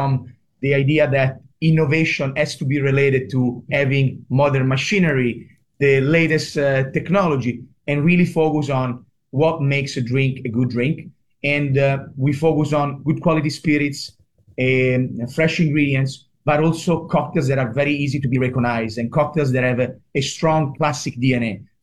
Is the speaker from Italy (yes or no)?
yes; Rome, Lazio, Italy; English is a second language; those bars that I used to go with my dad in Italy, in Rome. I'm from Rome.